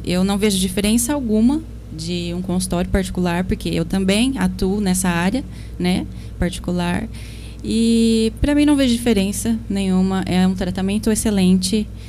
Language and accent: Portuguese; Itaiaçu, Brazil; moved away as an adult; now in Monte Alto, Brazil; Isso, sou de Itaiaçu, nascida e criada lá.